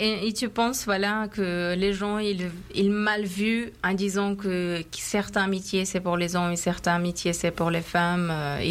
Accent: Afghanistan; moved away; je suis originaire de l'Afghanistan.

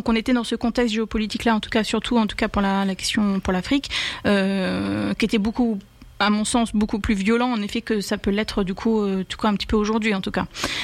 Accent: France; born there; La vie a fait que je suis née en France, avec la protection, en effet, que m'offre, du coup, ma nationalité.

